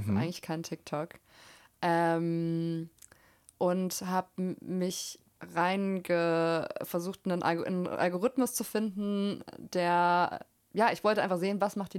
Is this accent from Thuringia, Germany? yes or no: yes; Thuringia, Germany; Ich komme aus Thüringen, ja.